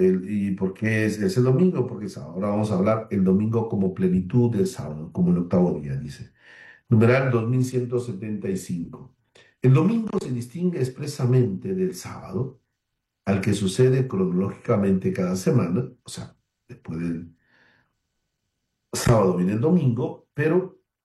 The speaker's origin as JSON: {"language": "Spanish", "region": "Tumbes", "country": "Peru", "said": "Saludar a todos nuestros hermanos norteños, mis paisanos, yo soy de Tumbes"}